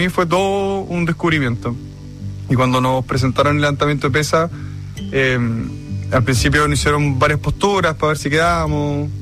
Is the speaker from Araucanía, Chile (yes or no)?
yes; Temuco, Araucanía, Chile; Tengo 35 años, yo nací en Temuco. Toda mi infancia la vida ya bastante normal.